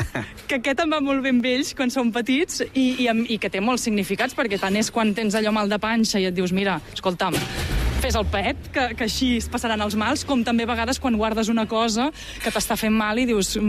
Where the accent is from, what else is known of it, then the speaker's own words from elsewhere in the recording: Arenys de Mar, Catalonia, Spain; jo vinc d'Arenys de Mar, que és terra de puntes de coixí, sí